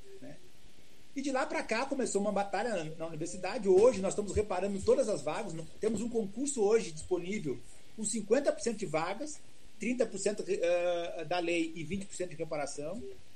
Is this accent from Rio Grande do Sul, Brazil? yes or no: yes; Porto Alegre, Rio Grande do Sul, Brazil; moved away as an adult; now in Pernambuco/Bahia sertão, Brazil; Eu sou gaúcho, né, de Porto Alegre, mas eu estou aqui há 17 anos no sertão, né, no sertão de Pernambuco, Bahia, na Universidade Federal do Vale de São Francisco.